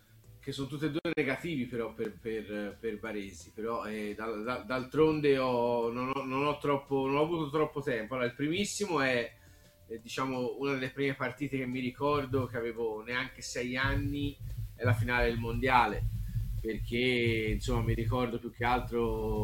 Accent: Florence, Tuscany, Italy; essendo di Firenze, insomma, da piccolo, da giovane, grande tifoso della Fiorentina

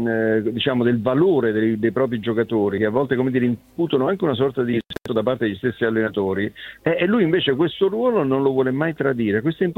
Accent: Naples, Campania, Italy; io napoletano

